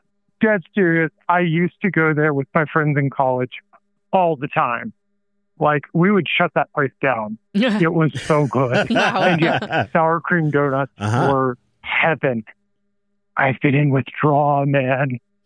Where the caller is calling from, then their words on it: Ecuador; also born or lived in Dayton, United States; from Ecuador. Just calling in. So, fun story. I moved here from Dayton, Ohio, actually.